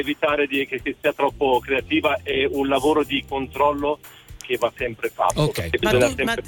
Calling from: Novara, Piedmont, Italy; Io chiamo da Novara, adesso sono in viaggio, sono in auto.

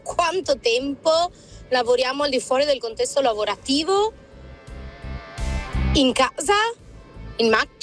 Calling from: Treviso, Veneto, Italy; da Treviso.

